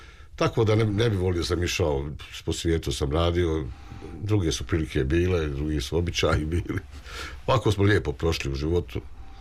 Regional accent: Sarajevo, Federation of Bosnia and Herzegovina, Bosnia & Herzegovina; moved away; ja sam živio u Sarajevu, ja sam rođen iz Sarajeva, tamo sam se rodio, tamo sam bio do početka ovog nesrećnog rata.

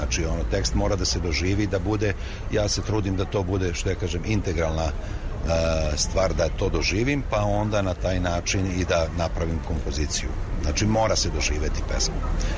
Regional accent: Belgrade, Serbia; born there; Pa, rođen sam u Beogradu i počeo sam da razmišljam o muzici još kao mali

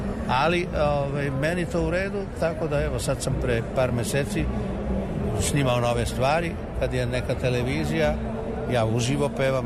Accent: Slovenia; Ja sam pevao kao mali dok sam čuvao krave. To je recimo kod nas u Sloveniji bilo sa 4-5 godina.

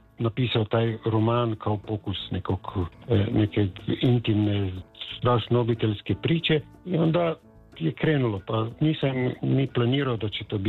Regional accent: Murska Sobota, Mura, Slovenia; u Murskoj Soboti, u mom rodnom gradu

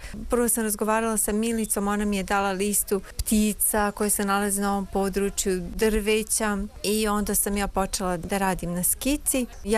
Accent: Novi Sad, Vojvodina, Serbia; moved away as an adult; also born or lived in Bucharest, Romania; now in Paris, France; Ja sam odrasla u Novom Sadu. Tamo sam se rodila, živjela sam u Novom Sadu. I onda sam posle studija, studirala sam u Bukureštu i onda sam otišla u Francusku.

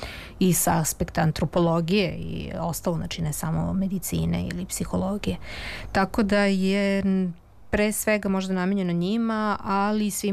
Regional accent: Serbia; ja sam jedina iz Srbije i ja dolazim iz zemlje koja je jedina koja nije prihvatila ovakav vid medicine u zvaničnom smislu

